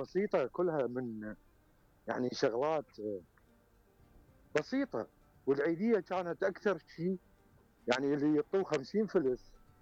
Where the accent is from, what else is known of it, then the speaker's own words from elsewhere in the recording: Mosul, Nineveh, Iraq; أنا من الموصل، من قرى الموصل من سهم نينوى